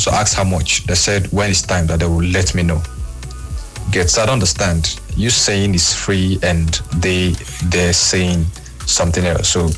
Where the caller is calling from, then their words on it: Port Harcourt, Rivers, Nigeria; I'm reaching you from Port Harcourt.